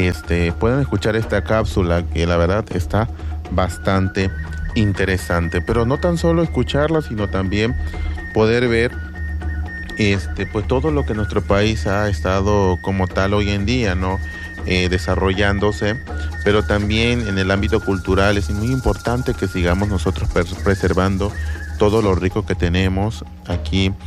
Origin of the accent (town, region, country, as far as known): Mexico